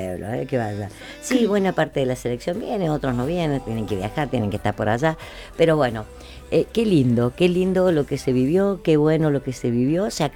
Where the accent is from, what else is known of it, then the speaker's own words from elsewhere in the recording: Argentina; Nosotros no somos argentinos porque la selección gane o pierda un partido. Nosotros lo llevamos en la sangre